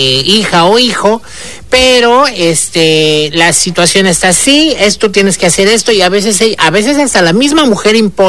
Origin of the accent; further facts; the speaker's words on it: Mexico; siendo la mejor mexicana